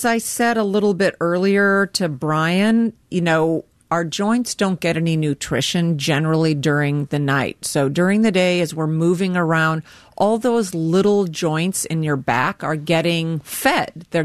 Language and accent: English; Carroll, Iowa, United States; We're from Carroll.